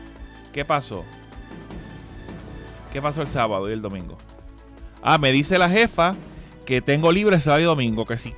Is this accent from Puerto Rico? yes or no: yes; Quebradillas, Puerto Rico; en mi pueblo allá en Quebradillas